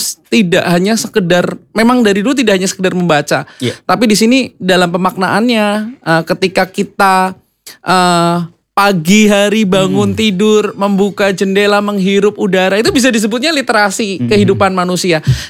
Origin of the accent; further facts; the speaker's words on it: Kebumen, Central Java, Indonesia; moved away as an adult; now in Purwokerto, Indonesia; Saya aslinya dari Kebumen.